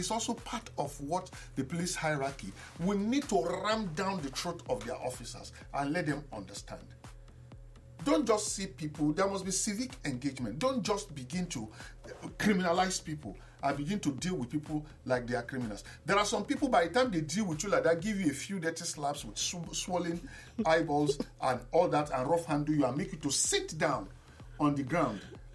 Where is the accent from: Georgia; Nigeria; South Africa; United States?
Nigeria; I'm a Nigerian.